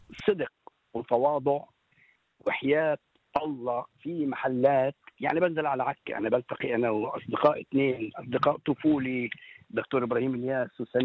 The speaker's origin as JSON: {"language": "Arabic", "country": "Palestine", "said": "إني أنا أحكي عن جذوري وانتمائي الفلسطيني."}